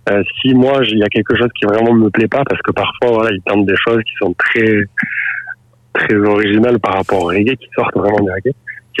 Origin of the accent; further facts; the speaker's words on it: Nouvelle-Aquitaine, France; On est originaire du sud-ouest de la France. Moi, par exemple, je suis dans les Pyrénées-Atlantiques.